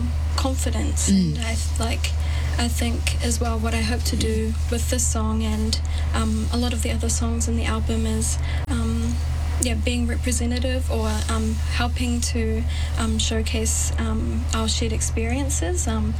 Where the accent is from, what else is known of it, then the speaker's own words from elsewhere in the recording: Hamilton, Waikato, New Zealand; 21, and born and raised in Hamilton Kirikiriroa.